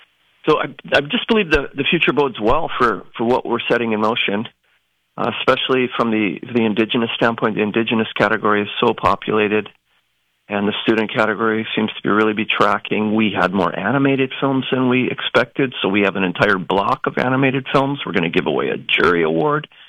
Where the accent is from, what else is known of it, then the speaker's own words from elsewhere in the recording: Maui, Hawaii, United States; I grew up on Maui